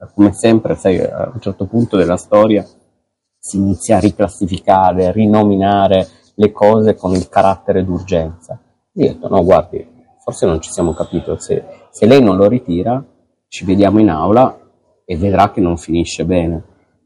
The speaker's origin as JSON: {"language": "Italian", "town": "Turin", "region": "Piedmont", "country": "Italy", "said": "Io sono torinese"}